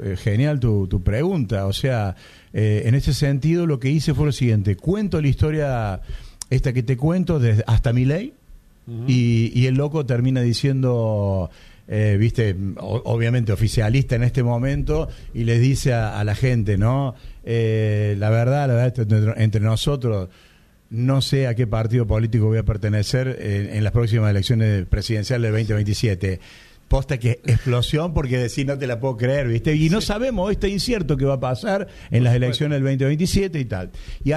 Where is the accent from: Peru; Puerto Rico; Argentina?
Argentina; todos somos argentinos.